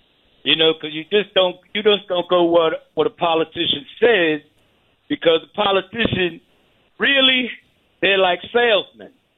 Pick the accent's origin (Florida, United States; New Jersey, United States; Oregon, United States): New Jersey, United States; I'm originally from New Jersey.